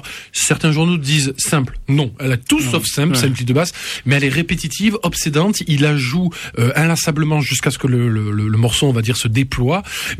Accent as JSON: {"language": "French", "town": "Toulouse", "region": "Occitanie", "country": "France", "said": "Oui, on est Toulousain. Hein, qu'est-ce que tu veux? On va pas se l'inventer. On va pas se refaire."}